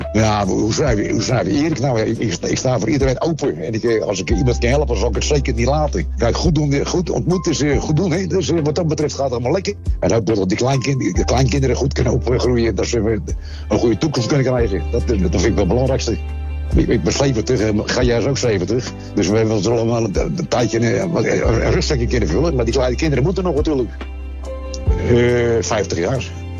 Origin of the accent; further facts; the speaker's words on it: Rotterdam, South Holland, Netherlands; born there; Geboren in Rotterdam. Het eind van het jaar word ik al 70 alweer.